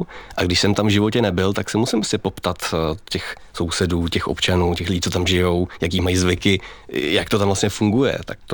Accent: Sudetenland, Czechia; já jsem třeba ze Sudet

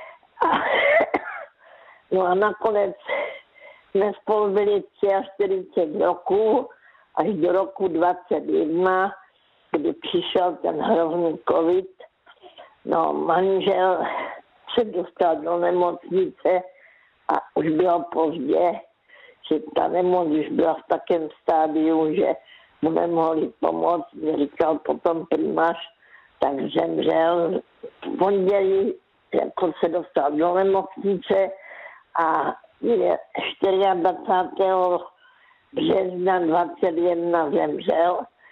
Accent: Karolinka, Zlín Region, Czechia; now in Zlín, Czechia; já pocházím z Karolínky, tak tam jsem pracovala v kartonáři ve sklárně

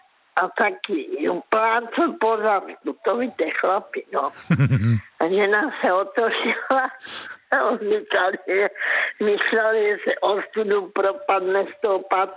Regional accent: Karolinka, Zlín Region, Czechia; já pocházím z Karolinky a jela jsem do Velkých Karlovic

